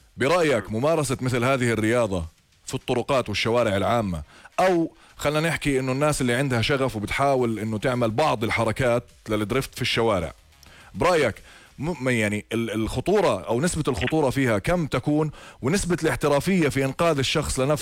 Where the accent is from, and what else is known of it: Jordan